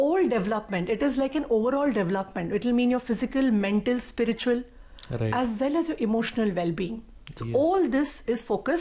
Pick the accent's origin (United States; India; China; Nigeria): India